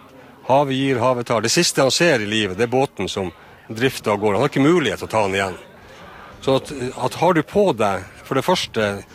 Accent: Kjøllefjord, Finnmark, Norway; jeg er jo født og oppvokst i Kjøllefjord i et fiskevær

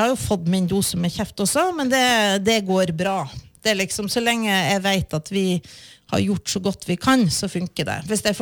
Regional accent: Målselv, Troms, Norway; moved away as an adult; also born or lived in Bø i Telemark / Oslo; now in Nore og Uvdal, Norway; Jeg kommer jo fra Målselv kommune I Troms. Så jeg vokste opp med kalde vintre og mye mygg på sommeren. Vokste opp I en jakt- og fiskefamilie.

